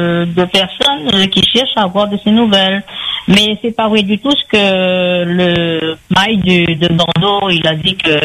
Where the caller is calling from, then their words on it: Spain; Moi, j'appelle d'Espagne.